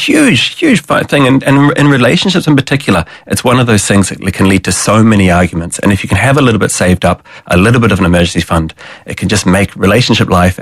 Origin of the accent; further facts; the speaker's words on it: New Zealand; also born or lived in Australia; I'm from New Zealand originally, but for many Irish households, money was nothing, it was something you never talked about growing up.